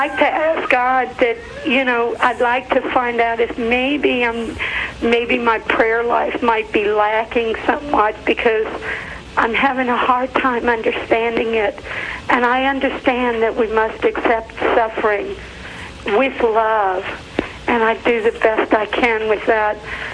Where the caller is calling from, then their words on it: New Orleans, Louisiana, United States; I'm calling from New Orleans.